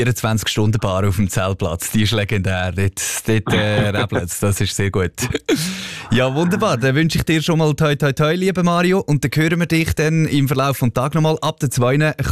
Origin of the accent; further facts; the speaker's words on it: Lucerne, Switzerland; Ja, ja, das ist auch fair. Wir Luzerner haben halt keine Sterne auf unserer